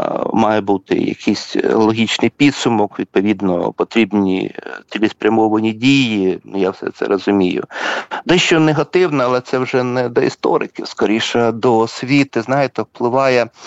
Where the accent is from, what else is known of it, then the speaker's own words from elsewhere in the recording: Chernihiv Oblast, Ukraine; ну, я з Чернігівщини